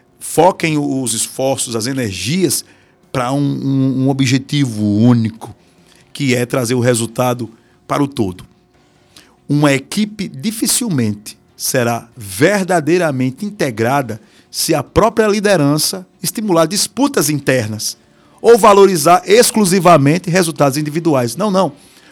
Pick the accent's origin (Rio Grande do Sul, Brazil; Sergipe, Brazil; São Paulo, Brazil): Sergipe, Brazil; Lagarto; born there; moved away; also born or lived in Aracaju; Logo quando a gente veio morar em Lagarto. Eu nasci em Lagarto, mas eu morava em Aracaju e voltei para cá.